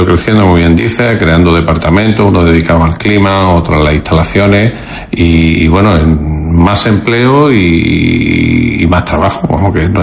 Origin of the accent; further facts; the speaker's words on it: Melilla, Spain; yo soy de aquí de Melilla de siempre